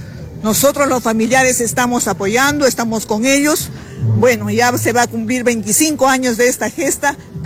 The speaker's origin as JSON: {"language": "Spanish", "country": "Peru", "said": "La verdad que nos da mucha tristeza como peruanos"}